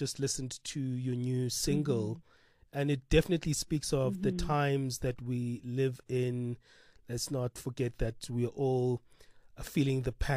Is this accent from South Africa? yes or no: yes; South Africa; Well, I'm South African.